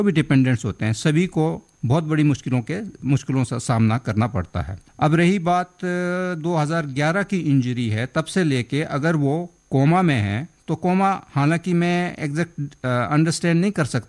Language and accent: Hindi; Himachal Pradesh, India; बिल्कुल अच्छी बात है, मैं भी पहाड़ी हूँ, मैं हिमाचल से हूँ।